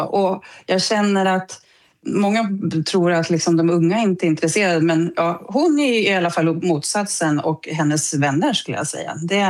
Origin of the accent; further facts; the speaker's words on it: Sweden; now in New Zealand; som svensk medborgare så tycker jag att det är min plikt, men framförallt en förmån att få rösta fortfarande i Sverige.